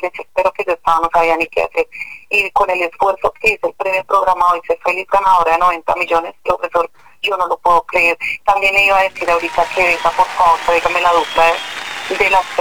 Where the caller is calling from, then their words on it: Cajicá, Cundinamarca, Colombia; Yo estoy llamando de acá, de Cajica, Cundinamarca.